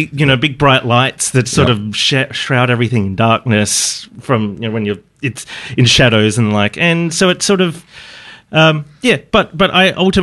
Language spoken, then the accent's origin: English; Geelong, Victoria, Australia; I grew up in Geelong.